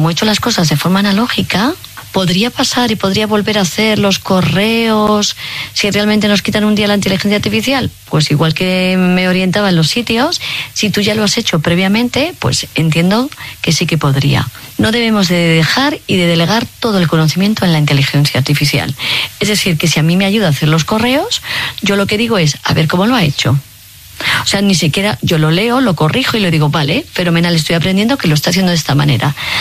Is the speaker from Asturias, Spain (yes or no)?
no; Cuenca, Castilla-La Mancha, Spain; now in Madrid, Spain; cuando vine yo aquí a estudiar, ¿no? A Madrid, yo soy de Cuenca